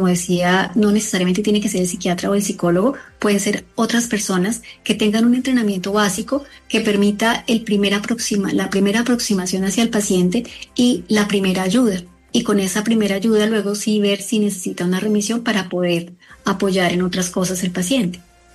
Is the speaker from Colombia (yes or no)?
yes; Colombia; nosotros como colombianos y como latinoamericanos en general